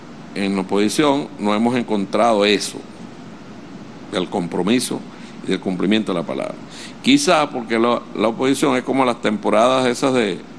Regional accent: Venezuela

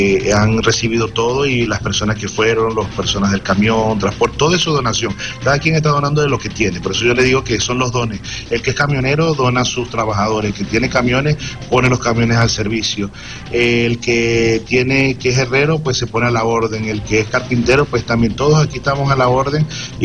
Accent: Venezuela; todo una realidad que vamos a pasar nosotros meses apoyando, ayudándonos como pueblo venezolano.

